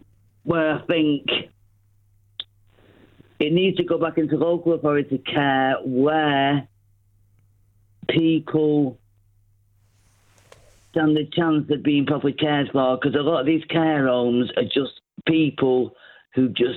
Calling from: Salford, North West England, United Kingdom; from Salford.

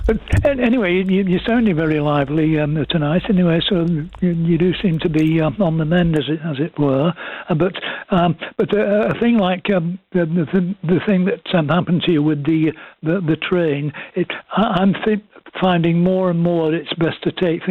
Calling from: Burnley, North West England, United Kingdom

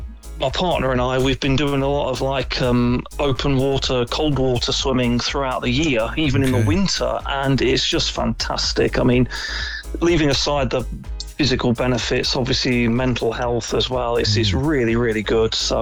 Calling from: Liskeard, South West England, United Kingdom; I'm calling from lovely Liscard in Cornwall

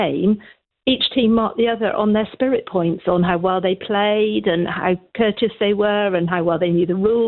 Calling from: South West England, United Kingdom; I'm from Wiltshire, but at the moment I'm in sunny Limerick.

